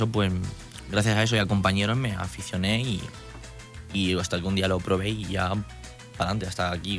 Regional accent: Castilla-La Mancha, Spain; De un pueblecito de Toledo.

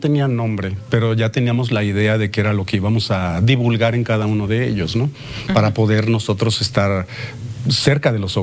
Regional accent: Aguascalientes, Mexico; Soy de Aguascalientes. Defendiendo yo mi terruño, claro.

